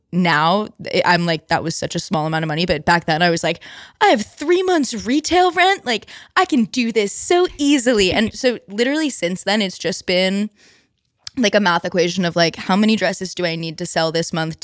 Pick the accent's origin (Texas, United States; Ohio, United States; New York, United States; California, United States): New York, United States; hey, take a chance on a girl. I'm from New York, you know, like I promise I'm a good person.